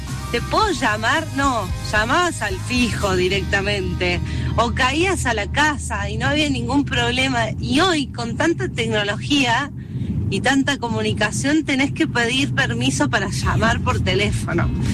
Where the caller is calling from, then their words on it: Villa Allende, Córdoba, Argentina; de Villa Allende